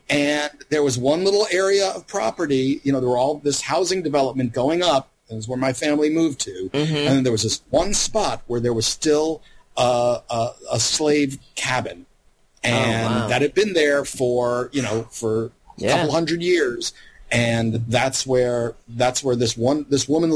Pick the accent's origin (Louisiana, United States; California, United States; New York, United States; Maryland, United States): Louisiana, United States; And I'm like, I grew up mostly in Louisiana.